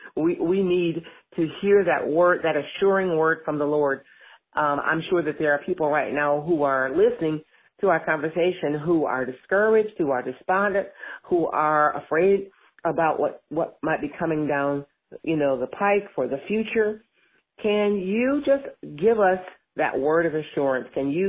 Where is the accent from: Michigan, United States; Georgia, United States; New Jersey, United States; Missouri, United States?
Michigan, United States; I'm from Michigan. My daddy was a great pastor.